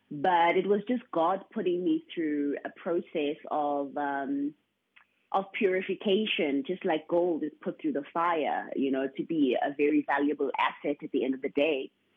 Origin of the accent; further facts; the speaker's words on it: Durban, KwaZulu-Natal, South Africa; So I grew up, I was born in Durban, firstly. My mom had me in Durban and I was raised in a church, the same church that my mom was buried at. And we really lived, it's like the rural areas. I come from the rural background.